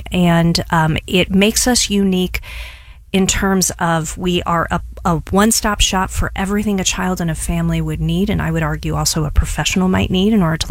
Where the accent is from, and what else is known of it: St. Louis, Missouri, United States; born or raised there